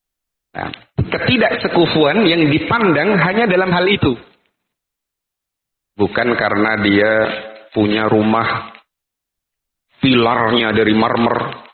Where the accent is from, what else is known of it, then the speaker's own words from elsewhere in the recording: Medan, North Sumatra, Indonesia; Kalau itu sahih, berarti tidak boleh bagi kita orang Medan nikah sama orang Arab.